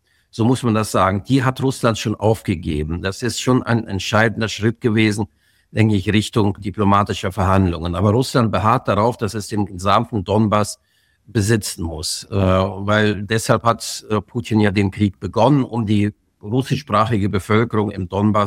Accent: Germany; als Deutsche

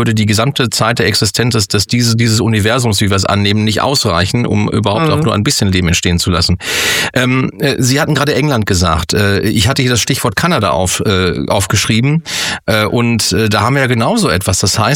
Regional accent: Germany; Also ein Thema, wo mir als Deutscher wirklich das kalte Nacken runterläuft und mir alle Nackenhaare zu Berge stehen.

